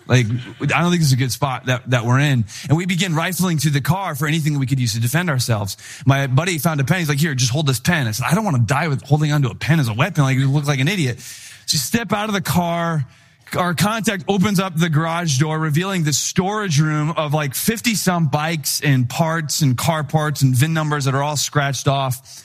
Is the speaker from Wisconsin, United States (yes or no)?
yes; Wisconsin, United States; now in Chicago, United States; He and I, we grew up in Wisconsin, and now we were in Chicago.